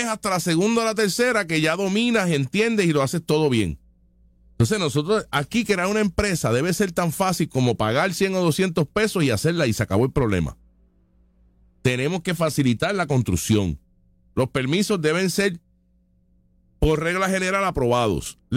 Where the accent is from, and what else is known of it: Puerto Rico